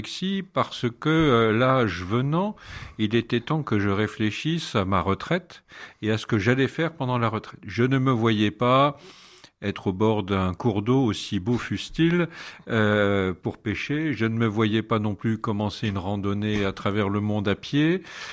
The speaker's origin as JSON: {"language": "French", "town": "Metz", "region": "Grand Est", "country": "France", "tie": "born or raised there", "said": "Oui, je suis messin, je suis né à Metz et j'ai fait toutes mes études, tout mon parcours à Metz"}